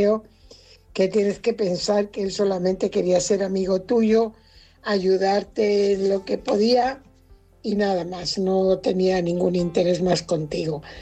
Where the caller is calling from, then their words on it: Fuenlabrada, Community of Madrid, Spain; Hola, Álvaro, buenas noches. … corresponsal de Fuenlabrada.